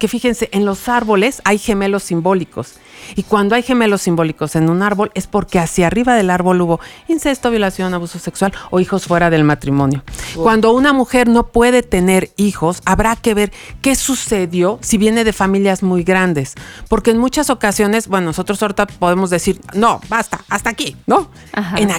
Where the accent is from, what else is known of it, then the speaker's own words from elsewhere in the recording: Zacatecas, Mexico; tienen que comer queso, porque venimos de Zacatecas, entonces, ajá. y en el rancho siempre había queso, y la familia siempre hay queso, entonces...